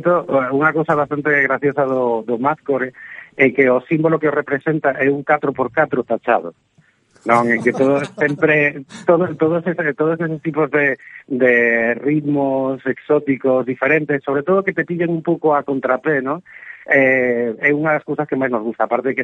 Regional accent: A Coruña, Galicia, Spain; now in Barcelona, Spain; sendo coruñés de toda a vida, pois había que buscar o traballo donde se podía, e acabei aquí no outro extremo

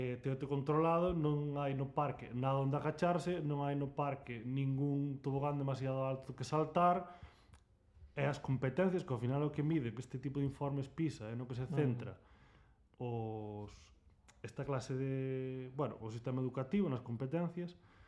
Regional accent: Laxe, Galicia, Spain; Eu son de Laxe.

